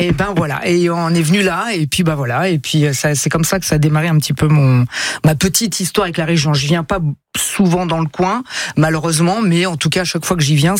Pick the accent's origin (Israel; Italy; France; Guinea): Italy; Southern Italy; moi, je suis italien, du sud, donc nous on est très méditerranée, tout ça.